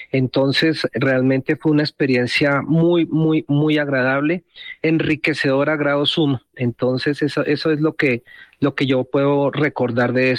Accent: Tunja, Boyacá, Colombia; Yo soy de provincia, yo soy de Tunja, mi familia era boyacense

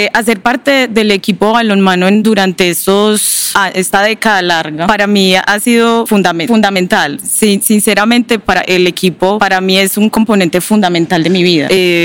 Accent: Medellín, Antioquia, Colombia; yo sí soy de Medellín

